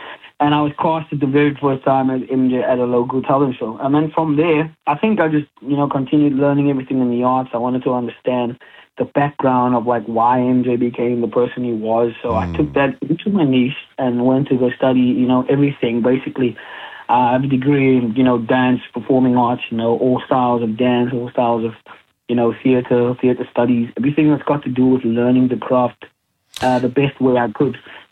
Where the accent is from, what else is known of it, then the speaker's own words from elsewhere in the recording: Cape Town, Western Cape, South Africa; born there; I'm definitely South African, Cape Town born boy.